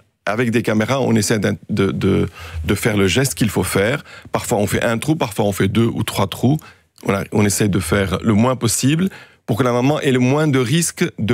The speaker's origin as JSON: {"language": "French", "country": "Belgium", "said": "Il y a tellement peu de cas que quand ça arrive chez nous en Belgique"}